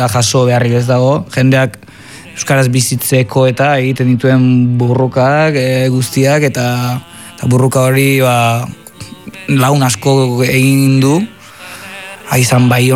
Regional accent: Basque Country, Spain; Baina, ni euskalduna naiz

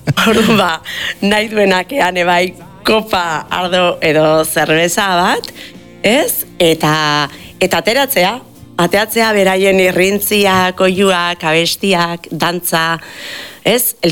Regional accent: Errenteria, Basque Country, Spain; Ba, ni horretakoa, errenteikoa naz. Eta nire herrian, bazeoen talde bat, ez, haundixioak, elkartzen zirenak klaun egitea.

